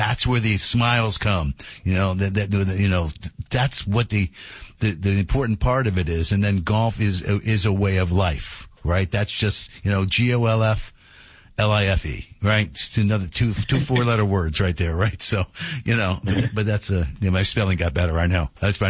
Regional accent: Washington, District of Columbia, United States; My hometown is Washington, D.C., which has, so it's the city of Washington, which is not a state

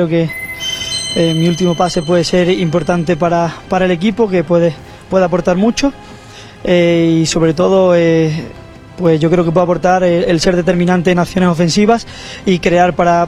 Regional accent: Sevilla, Andalusia, Spain; moved away as an adult; now in Mexico; vengo también de un sitio donde yo soy, de Sanlúcar de Sevilla, que en el que también los derbis se viven muy, muy fuerte

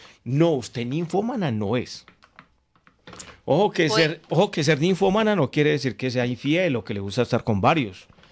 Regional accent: Medellín, Antioquia, Colombia; now in Paris, France; yo tengo 35 años, vivo en París, Francia, bonjour, soy de Medellín

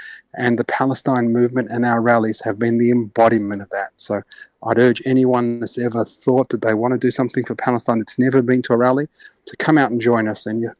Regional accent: Australia; born there; Australia, the land of my birth and so many of us, that gave refuge to people like my father following the ethnic cleansing of Palestine

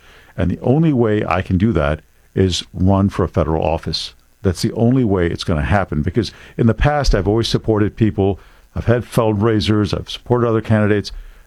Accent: Buffalo, New York, United States; I'm a legal immigrant. I came here when I was about 2 1/2, and then I grew up in Buffalo, New York, as you all know.

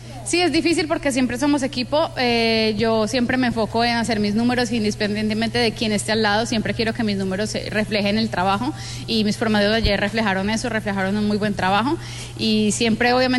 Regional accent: Colombia; soy la única colombiana que pasó a semifinales

